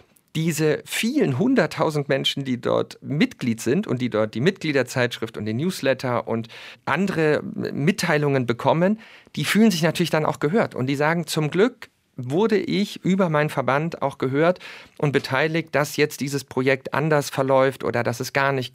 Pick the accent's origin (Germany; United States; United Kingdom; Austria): Germany; Lusatia; Also gerade in meiner Heimat, in der Lausitz, wo die Spree dann in Richtung Berlin fließt, der Spreewald, durch die großen Braunkohletagebaue und die Flutung jetzt, die stillgelegten, dort gibt es einfach Verteilungskonflikte um Wasser.